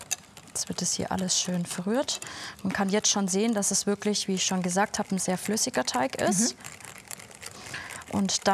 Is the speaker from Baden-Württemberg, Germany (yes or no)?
yes; Böblingen, Baden-Württemberg, Germany; Ich komme aus Böblingen, ja. Aus dem wunderschönen Böblingen.